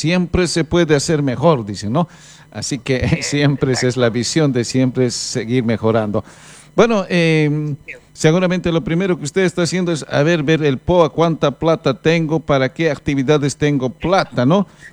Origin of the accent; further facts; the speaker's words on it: Llallagua, Potosí, Bolivia; now in Montero, Bolivia; yo soy oriundo de Potosí, del norte de Potosí, claro. Llayagua.